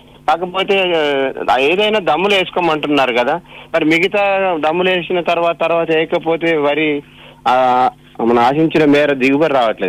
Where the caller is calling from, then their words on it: Bhadradri Kothagudem district, Telangana, India; madam, మాది భద్రాద్రి కొత్తగూడెం జిల్లా